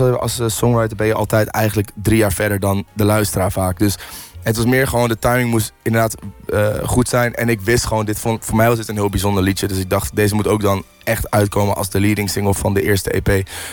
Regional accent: Netherlands; als Nederlander

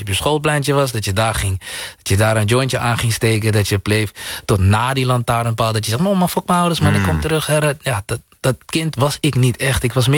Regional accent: Zaandam, North Holland, Netherlands; de plek waar ik vandaan kom, Zaandam, en de omgeving waar ik heb gewoond, heb je jongens van de straat

